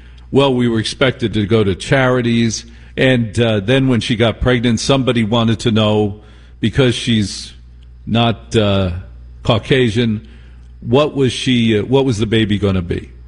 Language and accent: English; New Jersey, United States; I'm from Jersey.